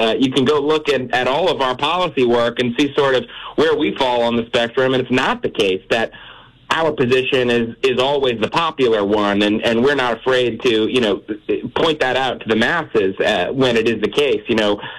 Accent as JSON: {"language": "English", "town": "West Bloomfield", "region": "Michigan", "country": "United States", "tie": "born or raised there", "said": "West Bloomfield, Michigan, which is my hometown"}